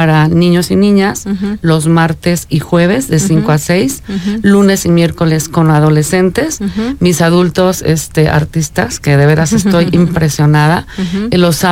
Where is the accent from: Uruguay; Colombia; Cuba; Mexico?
Mexico; Querétaro; Yo soy queretana de corazón